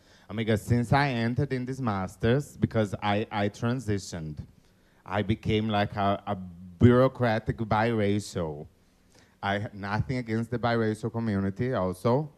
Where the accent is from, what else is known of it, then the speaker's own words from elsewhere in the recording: Brazil; I'm like, bitch, I'm from Brazil. I'm like, take a flight.